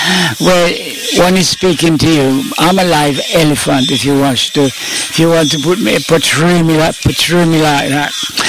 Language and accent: English; Jamaica; I am from Jamaica